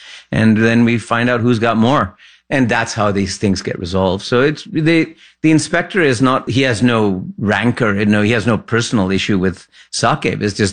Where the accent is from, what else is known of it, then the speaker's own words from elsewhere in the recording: Lahore, Punjab, Pakistan; I was brought up in Lahore